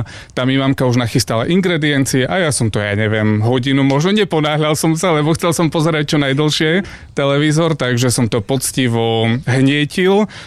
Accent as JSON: {"language": "Slovak", "town": "Mokroluh", "region": "Prešov Region", "country": "Slovakia", "tie": "born or raised there", "said": "Ja som vyrastal v Mokroluhu, to hovorím, že to je najkrajšia dedina v Bardejovskom okrese a je to samozrejme aj pravda."}